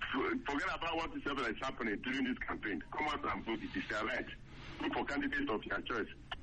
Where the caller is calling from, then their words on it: Arochukwu, Nigeria; from Arochukwu in Niger State.